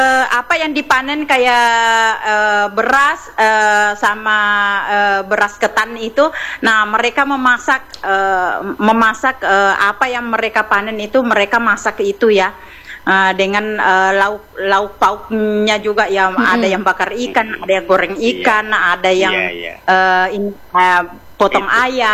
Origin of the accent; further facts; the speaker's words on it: South Sulawesi, Indonesia; karena mapadendang itu di kita orang Bugis itu menabuh alat-alat musik yang enggak diangkat gitu